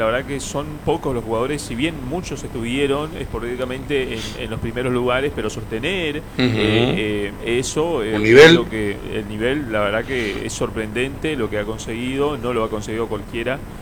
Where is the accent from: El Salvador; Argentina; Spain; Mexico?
Argentina; Somos argentinos.